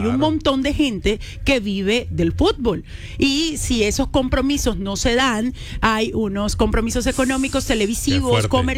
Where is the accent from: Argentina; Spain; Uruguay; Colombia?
Colombia; lo que nos representa nosotros como colombianos.